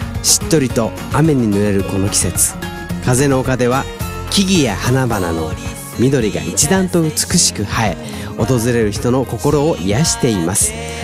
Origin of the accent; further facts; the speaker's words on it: Hachioji, Tokyo, Japan; accent: Hachioji dialect; 八王子弁ですよ、これ東京じゃないんですよ。